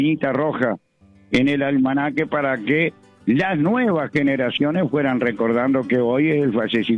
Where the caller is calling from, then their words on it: Uruguay; en mi país, porque es el fallecimiento de nuestro prócer, que fue quien impulsó nuestra República Oriental del Uruguay.